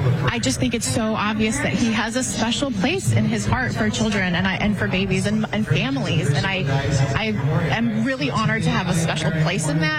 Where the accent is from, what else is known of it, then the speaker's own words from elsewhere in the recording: Midwest, United States; I'm a Midwesterner.